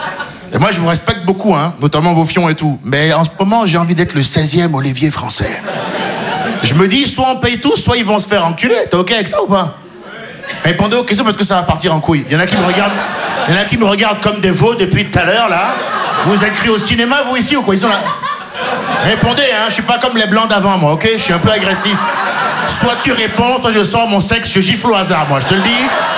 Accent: Benin; now in France

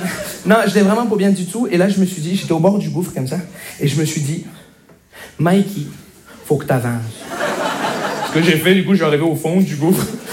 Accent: Montreal, Quebec, Canada; je viens de Montréal.

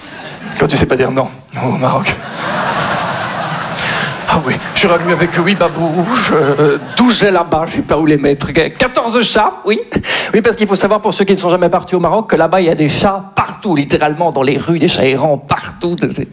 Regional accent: Belgium

